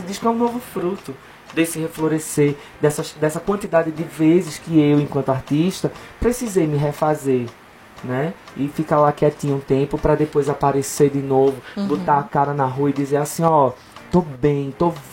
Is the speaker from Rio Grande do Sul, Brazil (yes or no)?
no; Sirinhaém, Pernambuco, Brazil; now in Caruaru, Brazil; minha terra, Sirinhaém, para minha zona rural